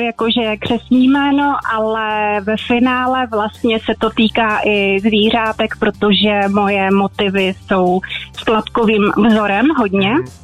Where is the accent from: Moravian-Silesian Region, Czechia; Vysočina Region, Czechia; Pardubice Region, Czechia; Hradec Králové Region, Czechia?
Pardubice Region, Czechia; Z jedné vesničky na Vysokomýtsku. Je to Pardubický kraj a moje dílnička je tady doma u mě.